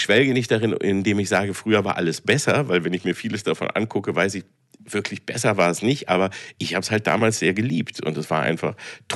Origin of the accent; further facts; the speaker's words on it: Peine, Lower Saxony, Germany; also born or lived in Engelbostel, Hannover; Ich bin ja aufgewachsen in Peine, also geboren in Engelbostel bei Hannover und dann in Peine aufgewachsen, also zwischen Hannover und Braunschweig.